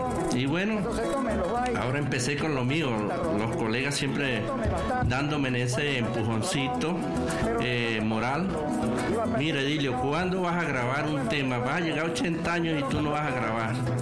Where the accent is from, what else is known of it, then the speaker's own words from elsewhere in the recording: Barinas, Venezuela; also born or lived in Abejales, Táchira; me formé en Barina y nací en Abejale, que es donde está la represa Oribante Caparo.